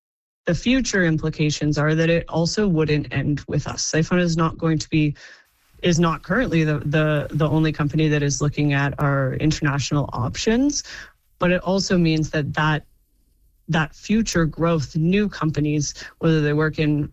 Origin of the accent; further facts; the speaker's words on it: Canada; This is, we are proud Canadians.